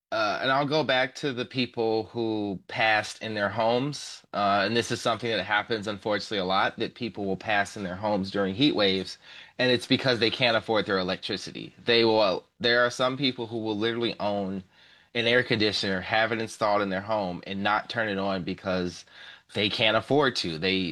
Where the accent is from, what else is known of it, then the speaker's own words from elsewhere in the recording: Chicago, Illinois, United States; moved away; I'm actually from Chicago.